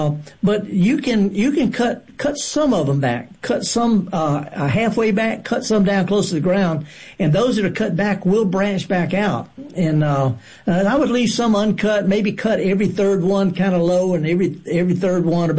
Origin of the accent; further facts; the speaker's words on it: Mississippi Delta, United States; Okay. Now, I'm from the Delta.